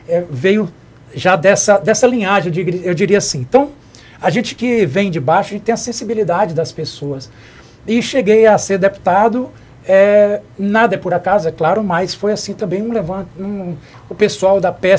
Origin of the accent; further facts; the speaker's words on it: Presidente Jânio Quadros, Bahia, Brazil; moved away as an adult; now in Salvador, Brazil; eu sou do sertão da Bahia, né? Sou de Presidente Jânio Quadros, nasci, me criei lá, me formei em magistério lá.